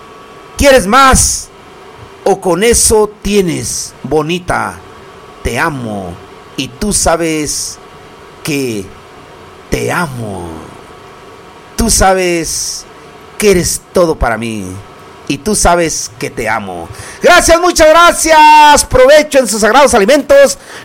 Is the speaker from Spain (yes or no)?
no; Cherán, Michoacán, Mexico; Mero así somos los de Charán Carna.